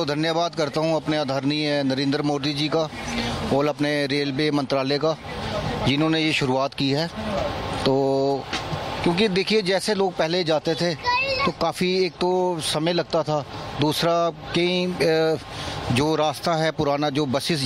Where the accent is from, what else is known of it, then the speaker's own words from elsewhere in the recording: Jammu, Jammu and Kashmir, India; मैं सर जम्मू से हूँ।